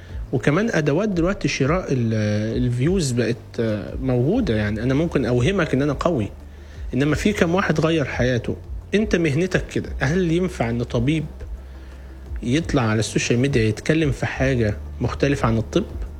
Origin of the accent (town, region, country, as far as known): Egypt